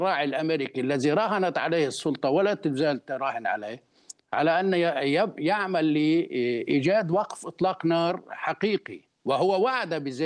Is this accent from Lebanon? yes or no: yes; Lebanon; الغريب عندنا في لبنان